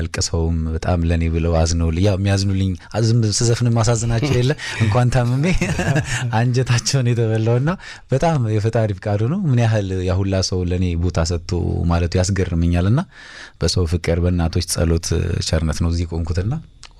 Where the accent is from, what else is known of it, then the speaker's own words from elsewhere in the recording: Addis Ababa, Ethiopia; እኔ አዲስ አበባ ልጅ ነኝ። ያው ፈረንሳይ ለጋ ሲሆን ያው ብዙ ሰው ያውቃታል።